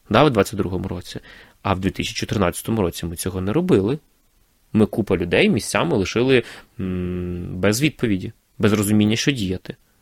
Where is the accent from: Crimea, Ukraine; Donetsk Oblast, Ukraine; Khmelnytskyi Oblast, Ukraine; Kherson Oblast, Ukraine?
Crimea, Ukraine; moved away; я буду радіти кожному українському прапору, піднятому в вільних містах мого рідного Криму.